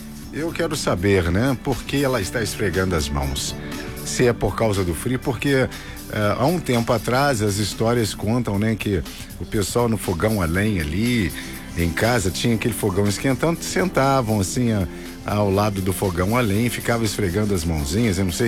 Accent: Brazil; Sou brasileiro

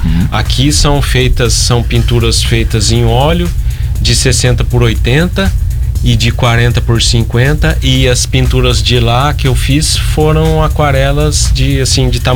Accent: Santo Antônio da Platina, Paraná, Brazil; Sou de Santo Antônio da Patinha.

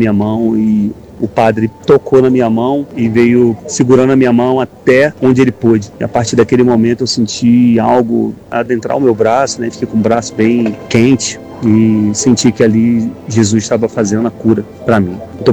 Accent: Rio de Janeiro, Brazil; eu sou do Rio de Janeiro, quero dar um testemunho aqui.

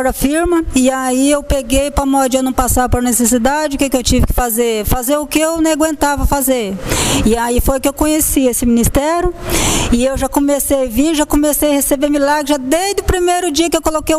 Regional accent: Jandaia do Sul, Paraná, Brazil; Jandaia do Sul.

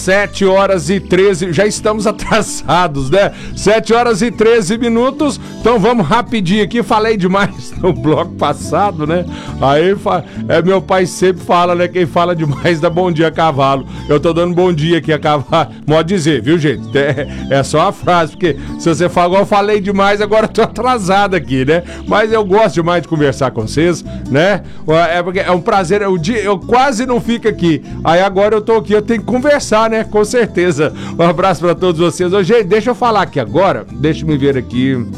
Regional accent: Maranhão, Brazil; Um abraço, e eu nunca lembro, eu falo, sou do Maranhão, eu falo, não, então tá certo.

